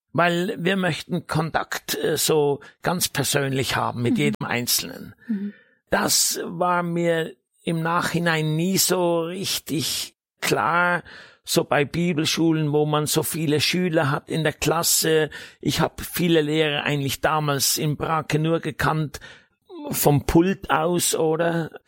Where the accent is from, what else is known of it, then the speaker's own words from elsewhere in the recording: Appenzell Ausserrhoden, Switzerland; moved away; Nach fast 40 Jahren bin ich wieder in meinem Heimatland. Hätte ich nie gedacht.